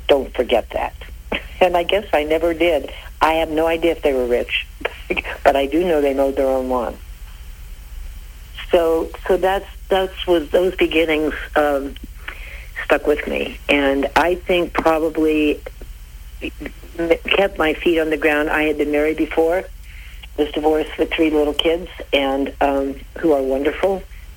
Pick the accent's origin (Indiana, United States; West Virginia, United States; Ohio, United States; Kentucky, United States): Ohio, United States; Medina; moved away as an adult; also born or lived in Alliance, Ohio / Palm Beach, Florida; now in Tallahassee, United States; I'm from a small town in Ohio. I grew up in Medina. I was raised in Alliance and born in Alliance and spent some time there, but really raised in Medina, went to high school there, and love being from a small town. I now live in Tallahassee, Florida, via Palm Beach, Florida.